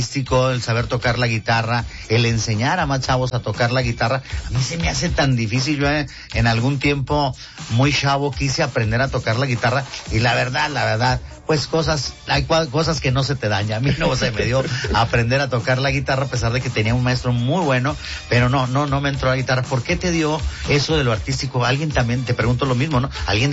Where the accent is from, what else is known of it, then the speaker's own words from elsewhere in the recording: Mexico; yo creo que sí es una obligación como mexicanos